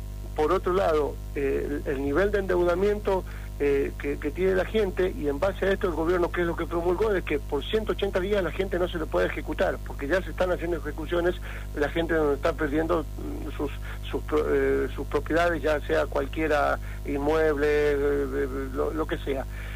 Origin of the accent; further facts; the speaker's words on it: La Rioja, Argentina; Por eso mismo, porque no tenemos los riojanos, hablo como riojano, digamos, por eso digo no tenemos.